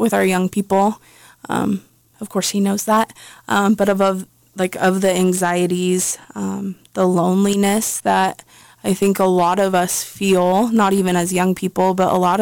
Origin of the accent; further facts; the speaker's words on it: Nebraska, United States; And just like the cultural aspect of it is different, even though we're all from Nebraska. It's just how my country roots came out a little bit.